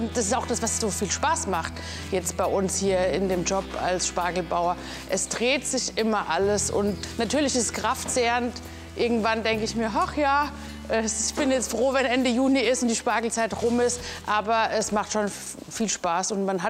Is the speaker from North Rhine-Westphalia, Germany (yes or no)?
no; Gerolzheim, Bavaria, Germany; ich komme ja auch aus Gerolzheim